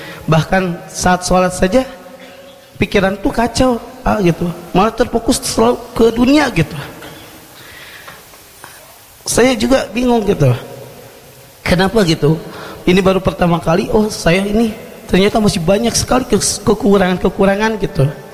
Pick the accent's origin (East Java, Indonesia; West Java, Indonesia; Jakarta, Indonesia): West Java, Indonesia; Padalarang; Saya dari Padalarang.